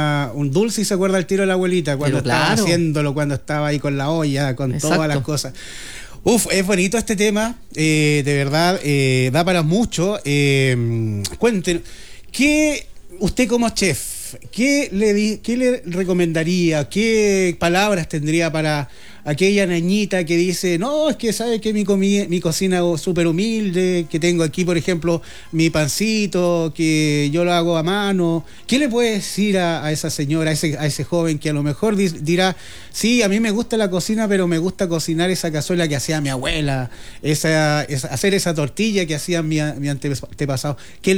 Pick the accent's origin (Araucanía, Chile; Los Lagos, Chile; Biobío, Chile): Araucanía, Chile; Temuco; yo soy de Temuco